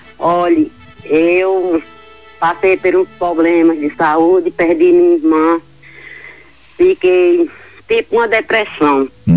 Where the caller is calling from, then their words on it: Dona Inês, Paraíba, Brazil; Eu falo de Dona Inês, Paraíba.